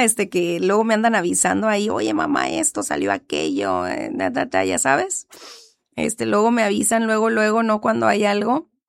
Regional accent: Mexico; yo como buena mexicana

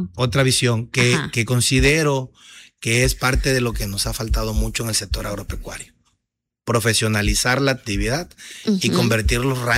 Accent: Nacajuca, Tabasco, Mexico; yo tengo 37 años de edad, soy originario del municipio de Nacajuca, allá estudié básicamente todo mi educación, y ya la universidad la estudié en el Instituto Tecnológico de la Zona Olmeca, que se encuentra en Villa Huitzapotlán.

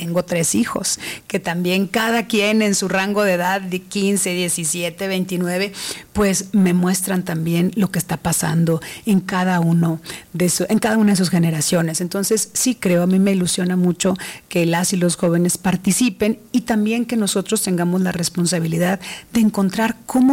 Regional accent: Sonora, Mexico; Así como somos los sonorenses.

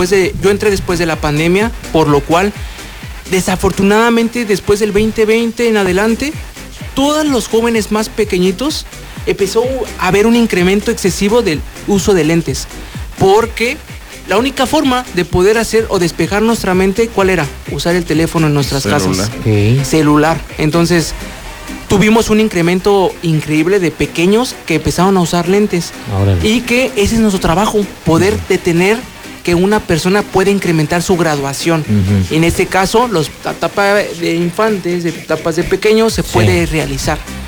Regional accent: Mexico City, Mexico; De la hermosa Ciudad de México.

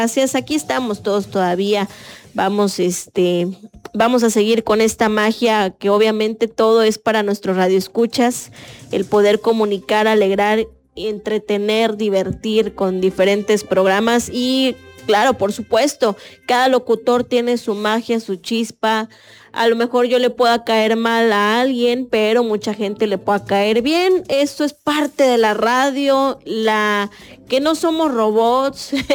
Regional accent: Tapachula, Chiapas, Mexico; A mí me encanta Tapachula. Yo amo mi tierra, amo disfrutar en las mañanas, ver el volcán.

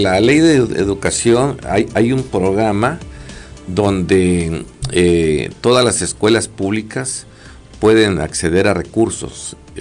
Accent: Mexico; como ciudadanos y como mexicanos tenemos este derecho consagrado en la Constitución

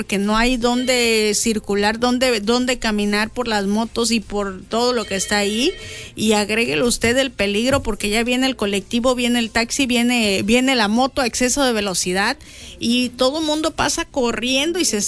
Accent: Mexico; como somos buenos mexicanos

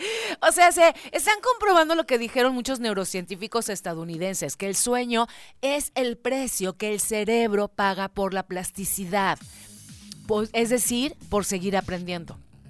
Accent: Mexico; como los mexicanos nos dan la mano y agarramos el pie

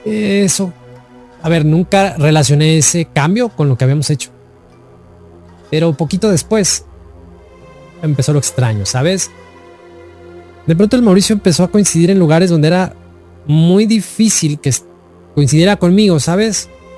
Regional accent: Monterrey, Nuevo León, Mexico; Hola, yo soy de Monterrey, Nuevo León.

